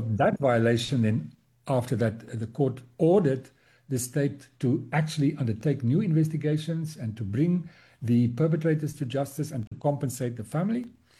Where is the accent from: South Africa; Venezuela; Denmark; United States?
South Africa; being a South African.